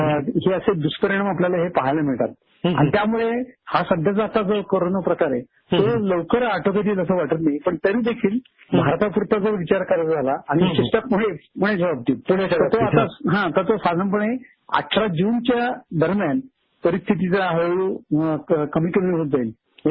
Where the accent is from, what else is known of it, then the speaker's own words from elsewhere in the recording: Maharashtra, India; मी मुळचा चिंचवड जवळ ताफड गाव आहे.